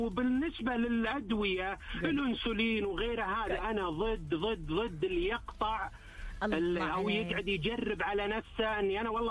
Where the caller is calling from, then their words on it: Saudi Arabia; عندنا في السعودية